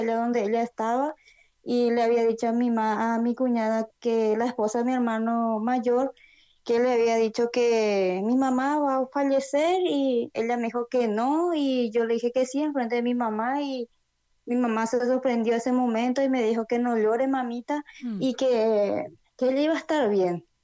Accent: Luque, Central, Paraguay; yo me casé con un cristiano y tengo 3 hermosos hijos. Y soy de Luque, Paraguay. Yo crecí en una familia cristiana y tengo 6 hermanos.

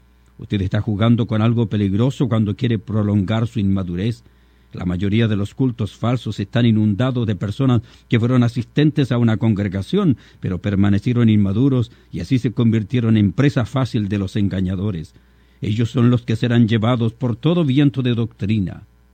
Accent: Chile; las paradas militares en mi país el 18 de septiembre en Chile o el 21 de mayo.

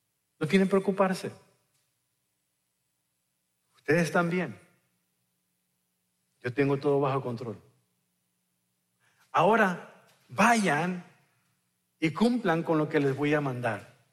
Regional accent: Mexico; De seguro era de mi tierra, porque solamente en México, en mis tierras, desayunamos pescado en la mañana

